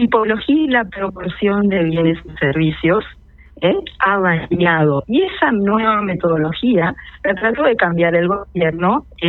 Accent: Argentina

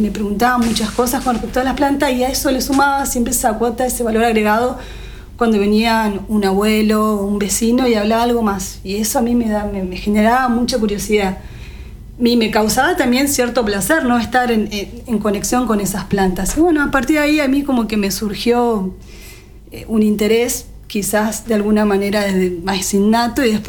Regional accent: Concepción del Uruguay, Entre Ríos, Argentina; born there; moved away as an adult; now in Corrientes, Argentina; yo no soy de Corrientes, nací en la provincia de Entre Ríos, en Concepción del Uruguay, y ahí yo empecé a estudiar un profesorado en biología.

